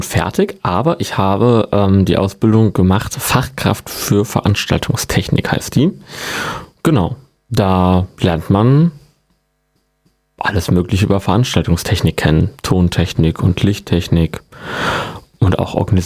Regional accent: Reichensachsen, Hesse, Germany; also born or lived in Witzenhausen; Ich komme aus Reichensachsen. Ich bin in Reichensachsen groß geworden, genau. Geboren aber in Witzenhausen.

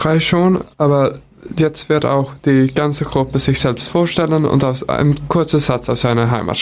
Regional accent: Stockholm, Stockholm County, Sweden; German is a second language; Hallå, das war dann Schwedisch und … Ich komme aus Schweden

